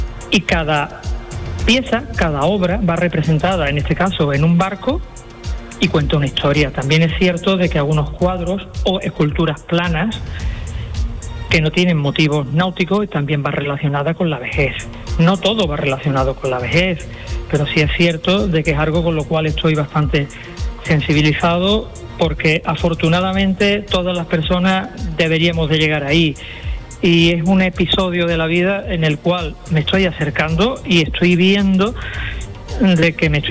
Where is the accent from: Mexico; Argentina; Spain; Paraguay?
Spain; Algeciras, Andalusia; yo soy una persona de mar, vivo en la zona del litoral, soy de Algeciras, y evidentemente pues yo no vivo de espalda al mar.